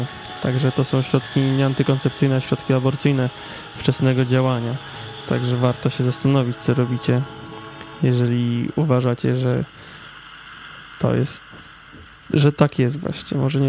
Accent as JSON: {"language": "Polish", "region": "Warmian-Masurian Voivodeship", "country": "Poland", "tie": "born or raised there", "said": "który jest z okolic mojego rodzinnego miasta, czyli z Warmii."}